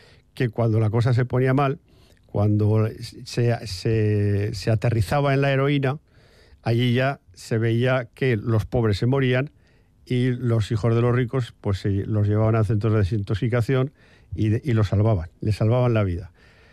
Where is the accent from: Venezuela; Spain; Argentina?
Spain; En la España de finales de los 70, en la España que yo fui crío, o sea, joven, yo tenía 17 años, en el 79